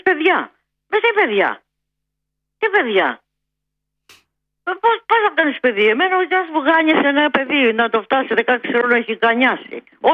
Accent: Pangrati, Attica, Greece; born there; Γεννήθηκα στο Παγκράτη

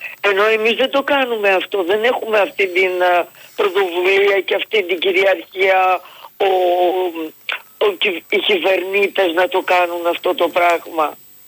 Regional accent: Central Macedonia, Greece; moved away; also born or lived in Germany; Όχι. Όλοι είμαστε από ένα χωριό. Μετά οι γονείς μου φύγανε στη Γερμανία από το 60. Μετά πήρανε και εμένα με τη μητέρα

